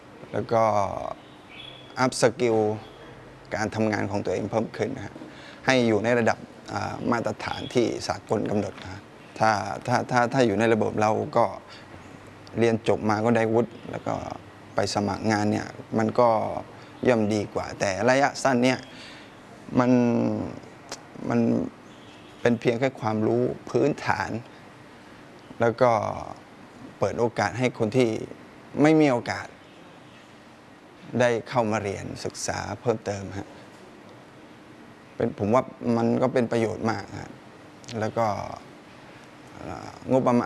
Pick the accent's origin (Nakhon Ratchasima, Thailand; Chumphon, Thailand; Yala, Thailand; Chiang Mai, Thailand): Yala, Thailand; บ้านอยู่ท่าสาบอำเภอเมืองเป็นคนยะลาโดยกำเนิดครับ